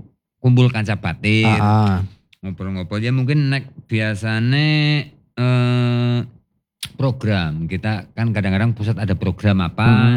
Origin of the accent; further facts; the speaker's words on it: Purbalingga, Central Java, Indonesia; now in Jakarta, Indonesia; aku wong Purbalingga